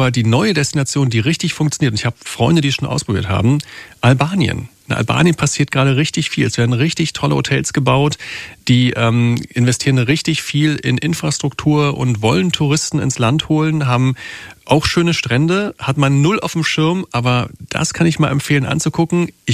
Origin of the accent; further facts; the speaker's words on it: East Germany, Germany; born there; ich bin ein Kind des Ostens, habe jeden Sommer in Kühlungsborn verbracht.